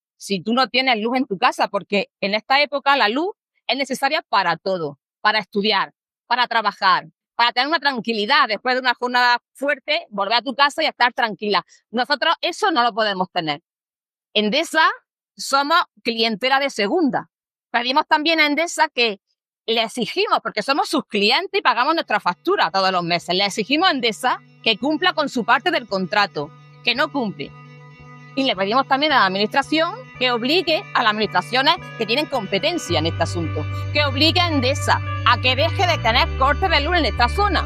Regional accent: Granada, Andalusia, Spain; Somos ciudadanos granadinos y queremos nuestros derechos.

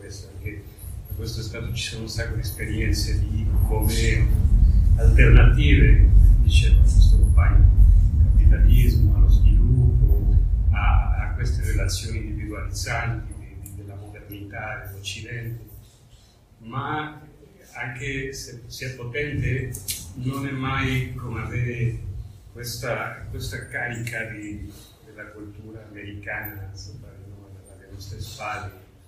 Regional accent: Mexico; Italian is a second language; moved away; Io vengo dal Messico

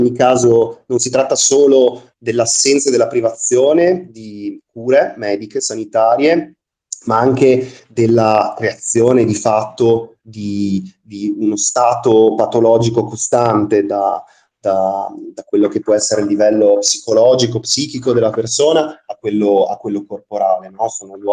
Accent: Trieste, Friuli-Venezia Giulia, Italy

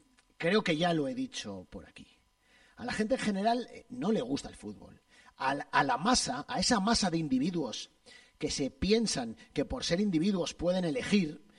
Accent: Arnedo, La Rioja, Spain

